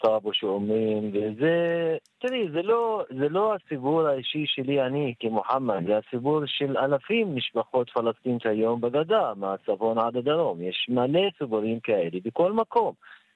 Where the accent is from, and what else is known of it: Palestine